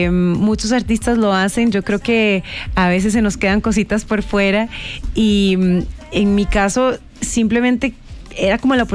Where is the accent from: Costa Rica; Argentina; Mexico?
Costa Rica; en mi país, en Costa Rica